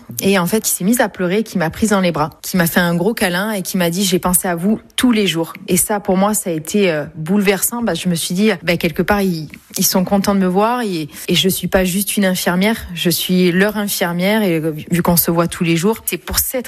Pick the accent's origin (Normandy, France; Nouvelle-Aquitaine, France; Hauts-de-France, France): Nouvelle-Aquitaine, France; Pessac; born there; now in Le Porge, France; j'ai 34 ans, je suis infirmière libérale et sur la commune du Porge. Et je suis surtout girondine, parce que je suis née à Pessac.